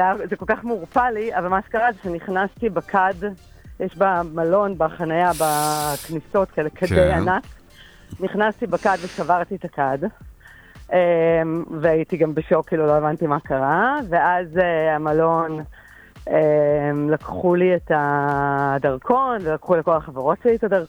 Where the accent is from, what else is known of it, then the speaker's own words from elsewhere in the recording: Haifa, Haifa District, Israel; now in Givatayim, Israel; אני חיפאית במקור